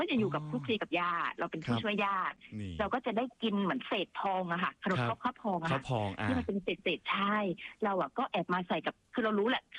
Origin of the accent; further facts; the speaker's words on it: Phatthalung, Thailand; born there; moved away as an adult; เป็นสาวพัทลุงโดยกำเนิดนะคะ